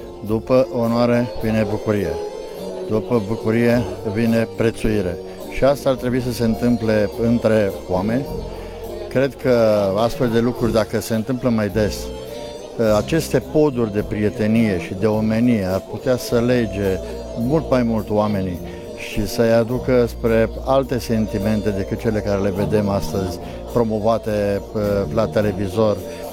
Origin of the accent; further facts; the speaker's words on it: Lipova, Arad County, Romania; nu suntem doar din Lipova